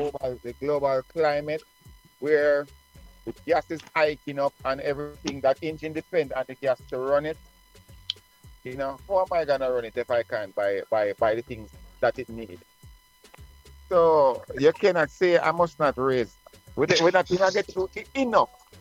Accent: Jamaica; as a Jamaican

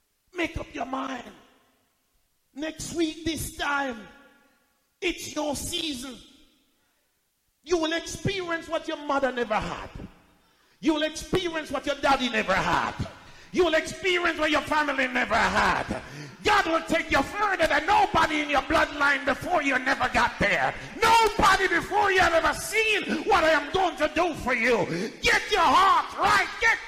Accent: Jamaica; I'm from Jamaica. I am the least likely person in my family.

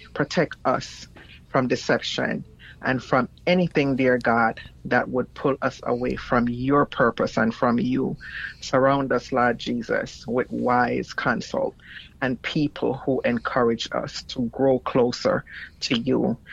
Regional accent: Ocho Rios, Saint Ann, Jamaica; I'm from Ocheres.

